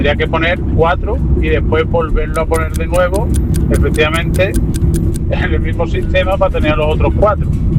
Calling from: Seville, Andalusia, Spain; de Sevilla.

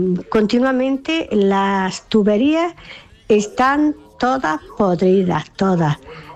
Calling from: Guadix, Andalusia, Spain; en mi pueblo, que es Guadix.

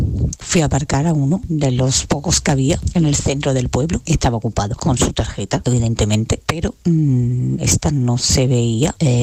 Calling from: Andalusia, Spain; Soy de un pueblo de la provincia de Cádiz

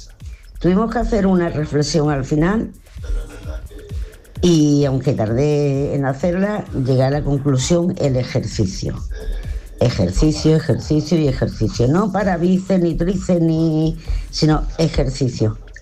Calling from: Torremolinos, Andalusia, Spain; de Torremolinos.

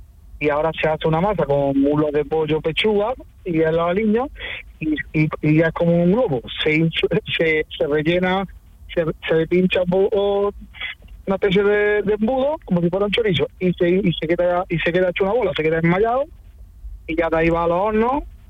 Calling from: Posadas, Andalusia, Spain; Yo soy de Posada.

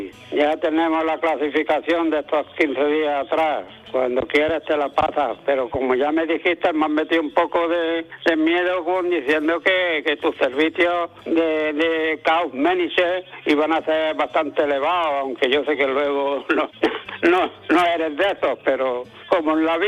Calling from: Almuñécar, Andalusia, Spain; de Almuñécar

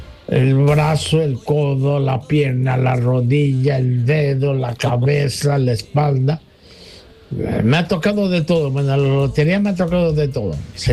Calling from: Andalusia, Spain; de La Chaparrita.

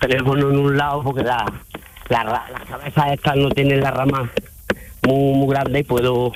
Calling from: Lucena, Andalusia, Spain; Aquí en Lucena estoy

